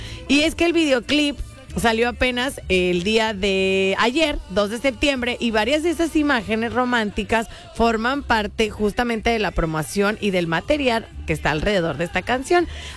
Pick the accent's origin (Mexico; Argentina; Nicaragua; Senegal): Mexico